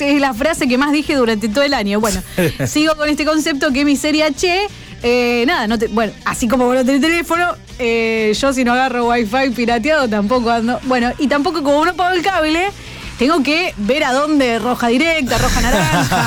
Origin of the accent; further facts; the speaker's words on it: Rosario, Santa Fe, Argentina; Yo soy acá, además soy recontra de Leprosa, de Newell's